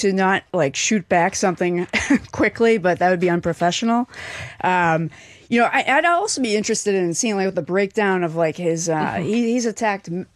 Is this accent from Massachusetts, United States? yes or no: yes; Dorchester, Massachusetts, United States; I grew up in Fields Corner, that's like St. Ambrose Parish in Dorchester